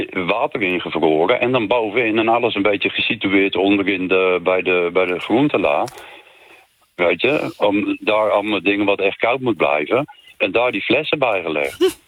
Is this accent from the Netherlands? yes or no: yes; Utrecht, Netherlands; Luister, ik kom uit Utrecht.